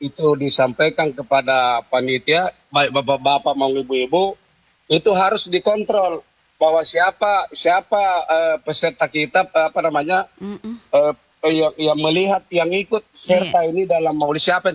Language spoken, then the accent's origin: Indonesian; South Sulawesi, Indonesia; kalau di tempat saya dulu, ya saya kan dari Petarani ya, Beto Cinde sana, Lurah Buakana.